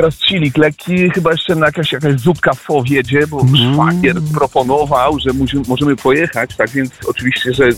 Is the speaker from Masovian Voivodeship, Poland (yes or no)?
yes; Masovian Voivodeship, Poland; accent: spod warszawski (from near Warsaw); Ja tam muczę z moim akcentem, znaczy z moim, nie wiem, tam muczeniem, takim spod warszawskim.